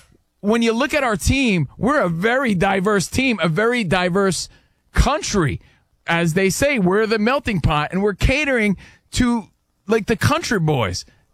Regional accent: New Jersey, United States; I'm a kid from Jersey.

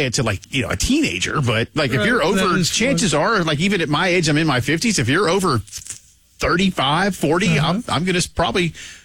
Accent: the South, United States; But I'm a Southerner, and I'm in my 20s.

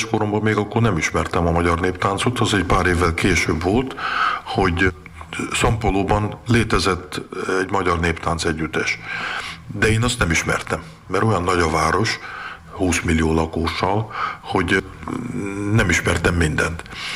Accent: São Paulo, Brazil; born or raised there; now in Hungary

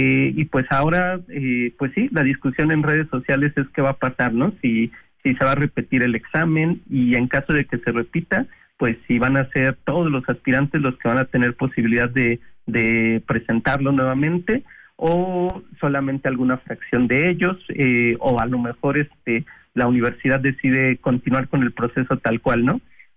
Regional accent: Mexico; Y creo que nosotros como mexicanos, al depender de la tecnología

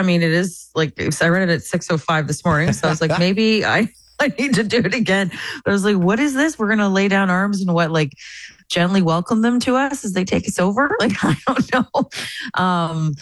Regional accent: Amherstburg, Ontario, Canada; born or raised there; moved away as an adult

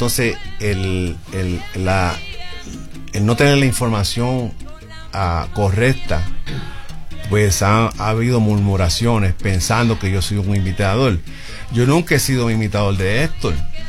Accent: San Juan, Puerto Rico; born there; yo nacido en el barrio Buen Consejo de Río Piedras en Puerto Rico.

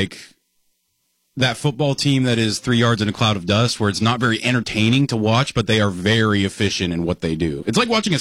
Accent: United States; But just watching this as an American throughout this entire World Cup

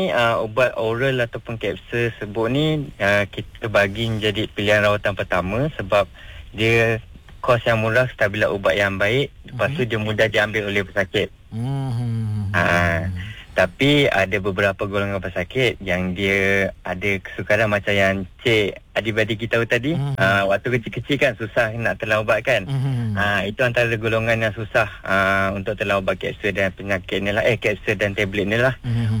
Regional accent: Selangor, Malaysia; now in Kudat, Malaysia; Saya asal daripada Selangor tapi ditugaskan ke Kudat, Sabah lah.

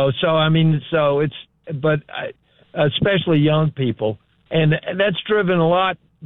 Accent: the South, United States; now in New York State, United States; Number one, I'm from New York State, just to mention it. I grew up in the South, though.

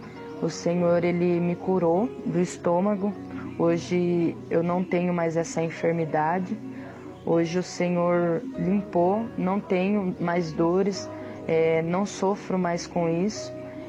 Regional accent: Lençóis Paulista, São Paulo, Brazil; sou aqui de Lençóis Paulista

